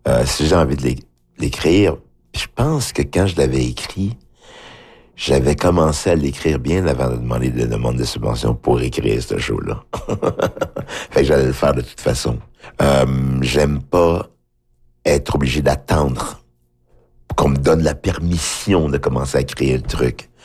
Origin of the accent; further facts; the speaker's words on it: Haiti; Je sais pas, je viens d'Haïti, mais je suis en Haïti, mais qu'est-ce que ça veut dire? C'est quoi? C'est quoi Haïti?